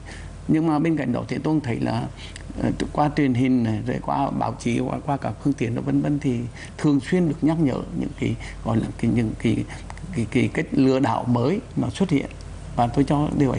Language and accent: Vietnamese; Vietnam; Ngày xưa tôi là người không phải sống ở Hà Nội, sinh ra lớn lên ở Quảng Bình ngày xưa đấy.